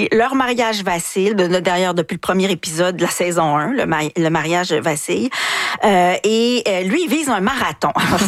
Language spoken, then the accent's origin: French; Quebec, Canada; mais si on se reconnaît, même on est du Québec, je veux dire parce que ça se passe aux États-Unis, mais je pense que le sujet est très nord-américain.